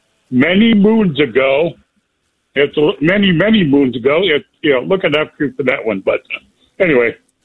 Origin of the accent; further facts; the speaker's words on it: Ohio, United States; I was born and raised in Ohio.